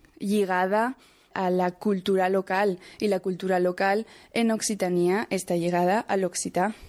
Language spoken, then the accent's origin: Catalan; Catalonia, Spain; Jo personalment sóc catalana